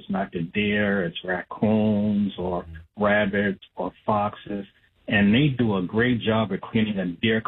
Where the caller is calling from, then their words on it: Elkridge, Maryland, United States; I'm in Elk Ridge.